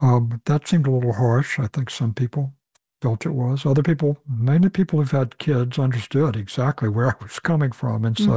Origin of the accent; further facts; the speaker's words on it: the South, United States; because I grew up in the South and it's a land where people tell stories